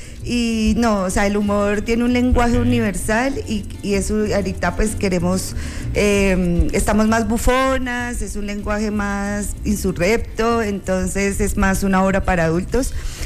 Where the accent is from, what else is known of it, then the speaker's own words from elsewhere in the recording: Boyacá, Colombia; no solo somos campesinos los boyacenses